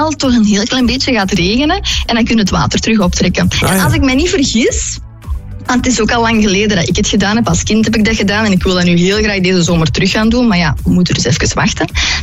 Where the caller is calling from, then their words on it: Herentals, Flanders, Belgium; ik ben afkomstig uit Herentals.